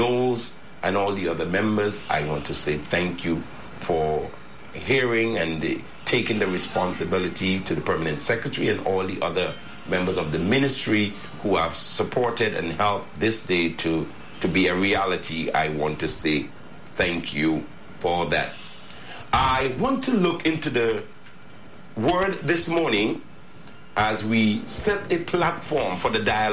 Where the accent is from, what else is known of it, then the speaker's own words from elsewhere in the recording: Barbuda, Antigua & Barbuda; I'm from Barbuda via Earlings Village.